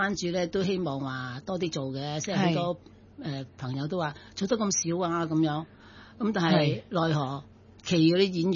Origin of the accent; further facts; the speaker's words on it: Foshan, Guangdong, China; 我系顺德人嚟嘅